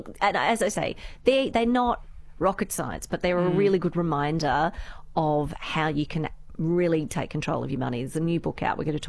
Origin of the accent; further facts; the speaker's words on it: Sydney, New South Wales, Australia; I grew up in Sydney. It was always the Sydney rock oysters.